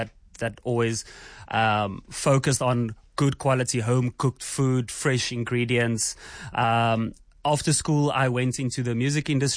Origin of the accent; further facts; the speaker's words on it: Pretoria, Gauteng, South Africa; years and then I went to Waterkloof to finish up my stuff with my things there.